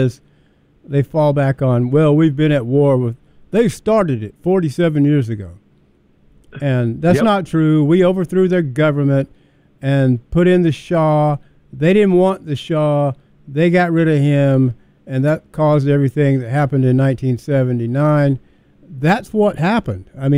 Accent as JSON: {"language": "English", "country": "United States", "said": "I'm an American"}